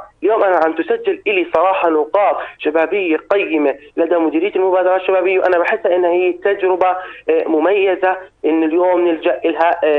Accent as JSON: {"language": "Arabic", "town": "Irbid", "region": "Irbid Governorate", "country": "Jordan", "said": "انا من اربد"}